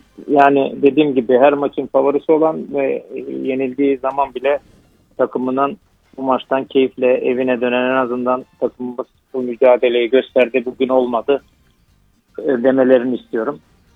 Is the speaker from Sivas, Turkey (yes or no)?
yes; Sivas, Turkey; also born or lived in Antalya; Memleketim ama tabii ikinci memleketim gibi oldu. Çok uzun yıllar orada hem futbol oynadım hem de antrenör olarak.